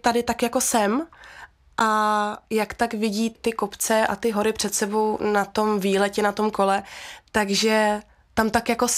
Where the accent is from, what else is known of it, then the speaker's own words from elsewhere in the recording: Prague, Czechia; born there; narodila jsem se v Praze, jsem se narodila, v minulém století ještě, v roce 98.